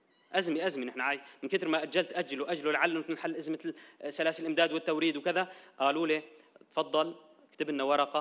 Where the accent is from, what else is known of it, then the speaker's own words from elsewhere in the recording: Syria; تستطيع تكرر للنفط الثقيل الموجود عندنا في سوريا في حال أزمات